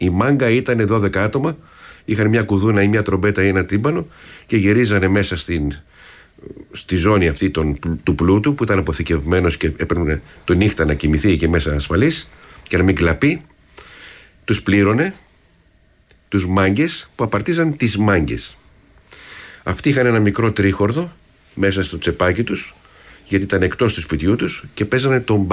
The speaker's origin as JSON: {"language": "Greek", "town": "Athens", "region": "Attica", "country": "Greece", "said": "Και έμαθα ότι είμαστε μουσικοί από την Αθήνα και ότι παίζουμε λαϊκά με μπουζούκια, με μπαγλαμάδες κτλ."}